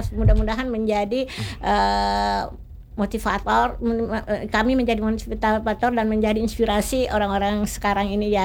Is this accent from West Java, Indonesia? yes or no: no; Bone, South Sulawesi, Indonesia; moved away; di Bone, terutama kampung saya itu